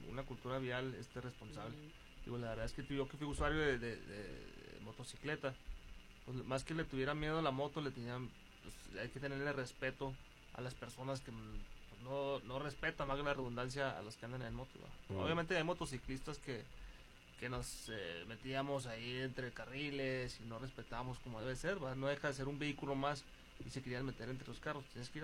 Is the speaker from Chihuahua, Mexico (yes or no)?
yes; Ciudad Juárez, Chihuahua, Mexico; yo nací aquí en Juárez, y fui usuario de las rutas cuando iba al CBT, yo estuve en el CBT 114.